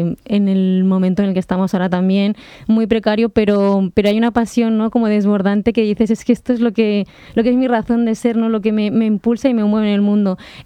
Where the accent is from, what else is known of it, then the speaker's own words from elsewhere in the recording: Logroño, La Rioja, Spain; De ahí que venga yo aquí, porque yo soy de Logroño y están colaborando también con Santander.